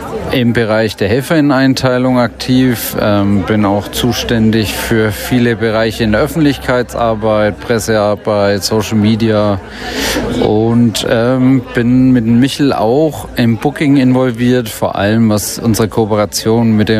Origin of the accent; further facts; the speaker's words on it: Bad Windsheim, Bavaria, Germany; Ich komme auch aus Bad Windsheim direkt und bin so in der musikalischen Subkultur auch sozialisiert worden.